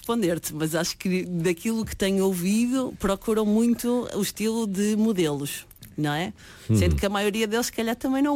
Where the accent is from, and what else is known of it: Portugal